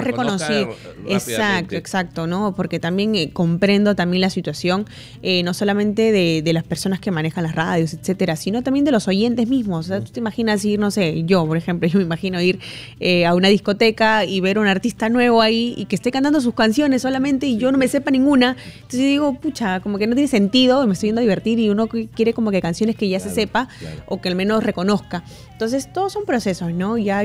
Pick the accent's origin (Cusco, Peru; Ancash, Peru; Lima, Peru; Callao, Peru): Callao, Peru; Sí, es que yo soy del Callao. Ya. O sea, yo vengo del Callao